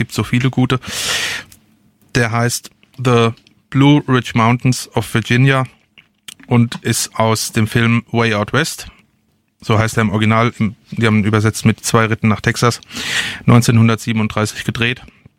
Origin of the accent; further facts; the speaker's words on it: Darmstadt, Hesse, Germany; ich bin hier in Darmstadt geboren und aufgewachsen.